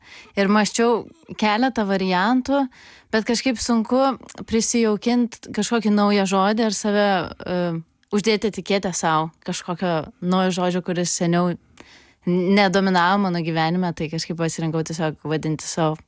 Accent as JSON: {"language": "Lithuanian", "town": "Palanga", "region": "Klaipėda County", "country": "Lithuania", "also_born_or_lived": "Denmark", "moved": "as an adult", "said": "aš pati iš Palangos esu"}